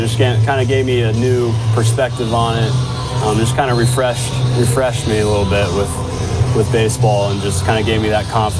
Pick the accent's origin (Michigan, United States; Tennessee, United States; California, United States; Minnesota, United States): Tennessee, United States; Yeah, so I grew up in Tennessee, so a Braves fan.